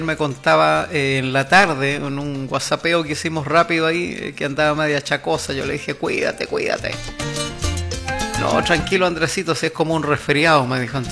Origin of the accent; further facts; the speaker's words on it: Chile; aquí somos chilenos todo el año.